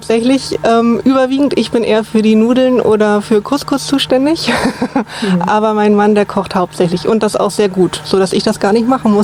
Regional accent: Göttingen, Lower Saxony, Germany; moved away as an adult; now in Germerode, Germany; ich bin in Göttingen geboren und aufgewachsen und bin dann vor ungefähr 8-9 Jahren hier nach Germerode gezogen

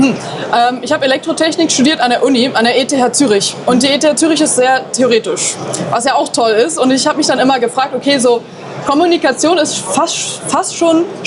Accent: Berlin, Germany; Ich komme aus Berlin, deswegen sehr, sehr cool.

